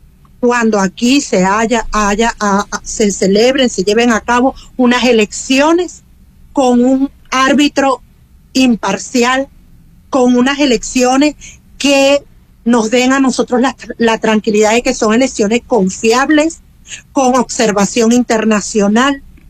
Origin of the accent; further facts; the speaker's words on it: Venezuela; cuando vuelvo a Venezuela, pude aprender en Ecuador muchas habilidades y destrezas que voy a aplicar en mi país.